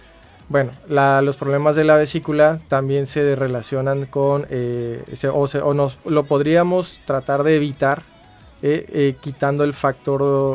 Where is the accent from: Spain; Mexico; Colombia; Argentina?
Mexico; somos mexicanos